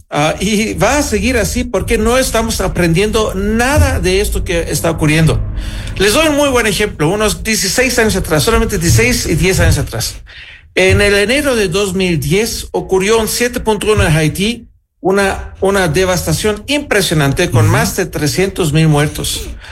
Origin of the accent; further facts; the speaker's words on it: Ecuador; nosotros aquí en Ecuador